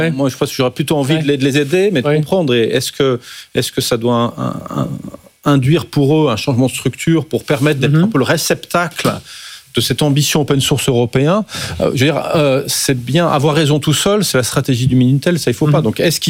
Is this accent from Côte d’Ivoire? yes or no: no; France; en tant que Français